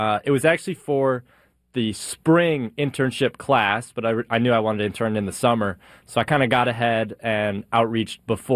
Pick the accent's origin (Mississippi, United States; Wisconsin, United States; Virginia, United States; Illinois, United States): Illinois, United States; Libertyville; moved away as an adult; now in London, Canada; I'm from Libertyville, Illinois, about an hour south of Milwaukee. I'm a senior at Western University in London, Ontario.